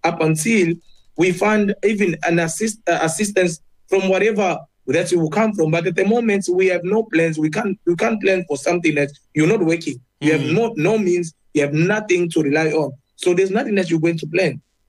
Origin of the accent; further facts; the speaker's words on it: DR Congo; As I said, you know, it's as a government, especially I'm from Congo, from DRC. There's a war.